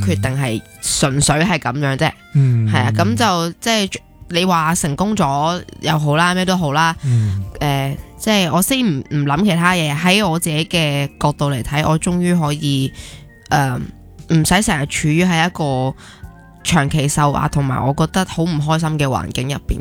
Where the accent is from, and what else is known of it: Hong Kong; born or raised there